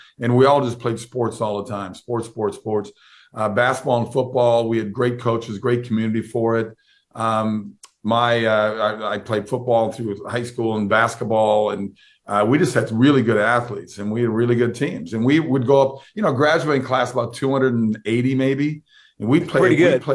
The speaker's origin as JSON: {"language": "English", "region": "Minnesota", "country": "United States", "tie": "born or raised there", "said": "And we were only a town of about 7,000 people. And it's just the way it's situated with other towns close by. We're about 25 miles west of Minneapolis."}